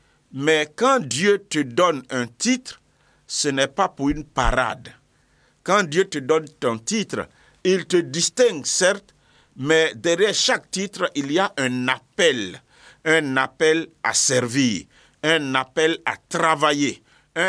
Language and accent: French; Bondoukou, Zanzan, Côte d’Ivoire; Je suis natif de Bondoukou, et c'est avec beaucoup de joie que je vous parle aujourd'hui.